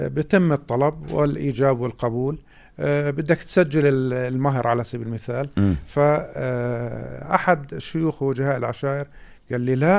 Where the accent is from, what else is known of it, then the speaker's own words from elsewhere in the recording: Jordan; هذا مش موجود في عاداتنا إحنا كأردنيين.